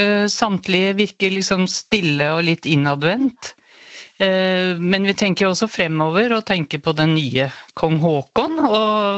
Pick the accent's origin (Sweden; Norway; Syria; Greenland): Norway; now in Bornholm, Denmark; som nordmand i Danmark